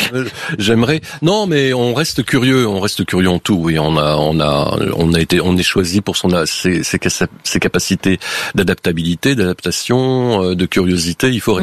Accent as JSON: {"language": "French", "town": "Les Arcs", "region": "Auvergne-Rhône-Alpes", "country": "France", "tie": "born or raised there"}